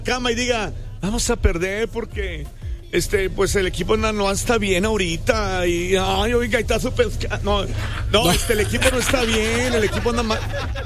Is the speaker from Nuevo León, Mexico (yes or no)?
yes; Guadalupe, Nuevo León, Mexico; born there; estamos en mi tierra, en la plaza principal de Ciudad Guadalupe